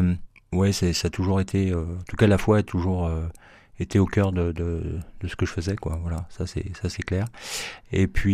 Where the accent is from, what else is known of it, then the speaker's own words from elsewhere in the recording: Le Creusot, Bourgogne-Franche-Comté, France; moved away as an adult; now in Saint-Étienne, France; Alors, je suis stéphanois depuis 15-16 ans, mais je suis originaire de Bourgogne, du Creusot.